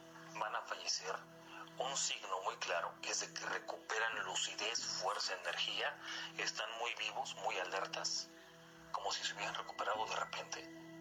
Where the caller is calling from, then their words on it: Mexico City, Mexico; somos de aquí de la Ciudad de México